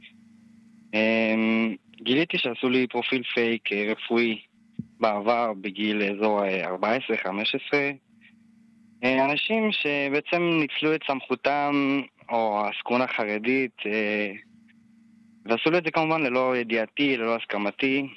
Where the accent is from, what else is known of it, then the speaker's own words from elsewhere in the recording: Jerusalem, Jerusalem District, Israel; בירושלים.